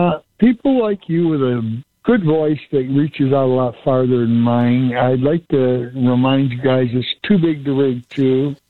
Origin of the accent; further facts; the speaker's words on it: Romulus, Michigan, United States; And I'm a farmer up here in Mount Pleasant, and I was raised in Romulus, Michigan, and I was raised around Dearborn, Ann Arbor, Detroit, all